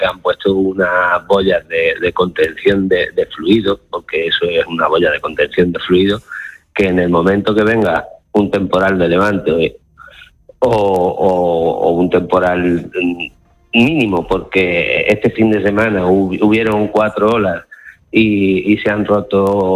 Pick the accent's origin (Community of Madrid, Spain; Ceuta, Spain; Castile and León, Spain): Ceuta, Spain; porque yo soy de aquí, de Ceuta, llevo toda la vida viendo esta frontera de la misma forma